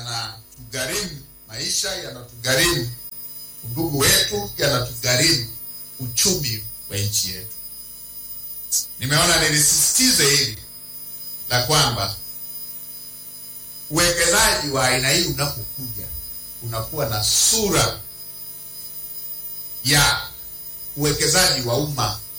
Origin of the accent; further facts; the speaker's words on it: Tanzania; kama Mtanzania